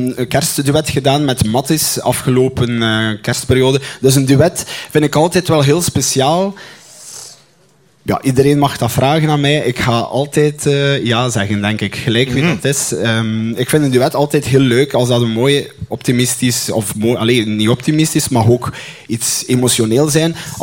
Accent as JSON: {"language": "Dutch", "town": "Ardooie", "region": "West Flanders", "country": "Belgium", "said": "Lauraline, dat is mijn achtergebuur geweest. We zijn allebei van Ardooien."}